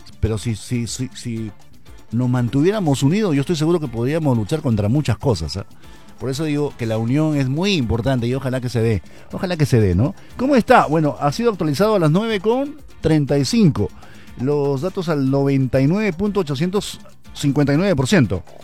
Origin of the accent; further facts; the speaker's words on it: Peru; Como todo peruano lo deseamos.